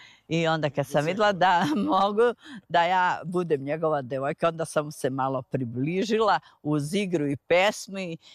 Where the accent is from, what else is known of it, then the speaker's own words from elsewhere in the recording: Brezovica, Kosovo; born there; now in Štrpce, Kosovo; s obzirom da živim na selu i dan danas, da sam ovde u Štrpce, rođena sam na Brezovici, a udata u Štrpce